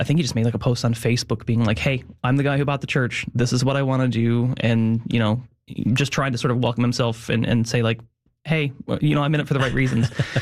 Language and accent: English; Winterton, Newfoundland and Labrador, Canada; We grew up together in Winterton, like, you know, best friends.